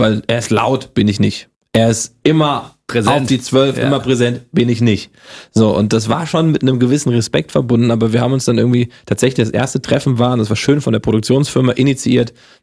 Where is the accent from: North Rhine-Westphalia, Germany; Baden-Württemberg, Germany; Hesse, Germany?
Hesse, Germany; accent: Hessian; Das Hessisch abtrainieren, komme ich aus Hessen, da hatte ich so diesen Dialekt leicht drauf, der wurde mir abtrainiert.